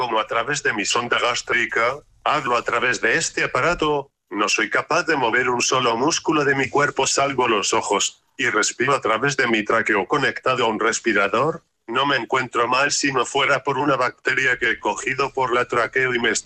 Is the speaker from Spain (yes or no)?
yes; Castile and León, Spain; Estábamos de vacaciones en mi pueblo de Salamanca.